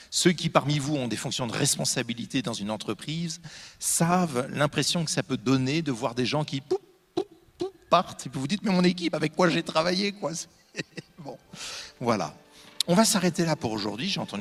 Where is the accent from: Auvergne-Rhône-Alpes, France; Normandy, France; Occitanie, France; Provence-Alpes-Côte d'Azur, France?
Normandy, France; Je suis normand, hein. Un pommier, je le connais.